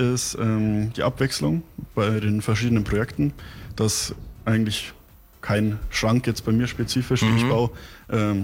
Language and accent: German; Magdeburg, Saxony-Anhalt, Germany; now in Wunsiedel, Germany; Ich komme aus Magdeburg.